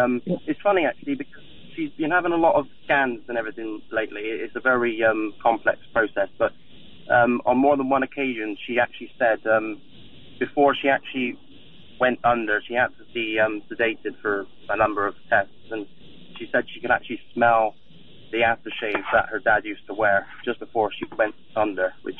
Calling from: Bristol, South West England, United Kingdom; I'm calling from Bristol in the UK.

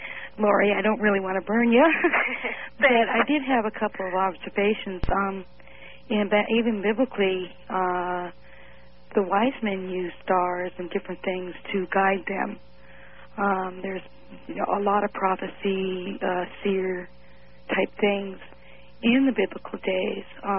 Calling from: Seattle, Washington, United States; in Seattle.

